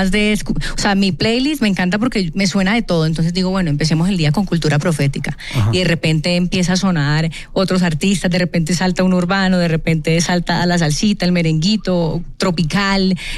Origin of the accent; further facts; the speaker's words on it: Cali, Valle del Cauca, Colombia; Soy caleña y me encanta la salsa. Crecí escuchando salsa y bailando salsa.